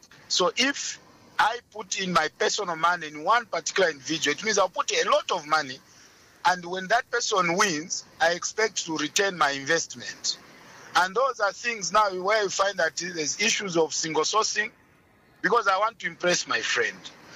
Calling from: Lusaka, Lusaka Province, Zambia; Mm-hmm. I'm calling from Lusaka.

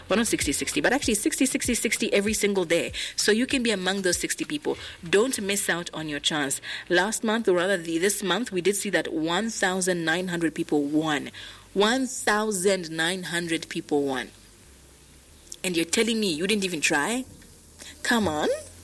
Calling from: Zambia; I'm calling you from Winbig, Zambia.

